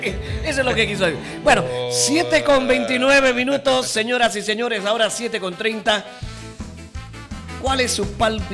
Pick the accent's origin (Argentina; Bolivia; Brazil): Bolivia; como boliviano, amo mi Bolivia